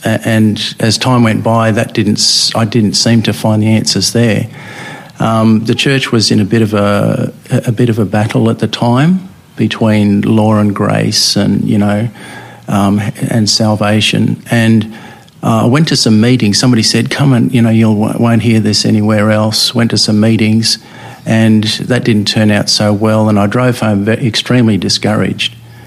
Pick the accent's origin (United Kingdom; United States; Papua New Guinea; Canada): Papua New Guinea; I grew up in New Guinea for 7 years as a child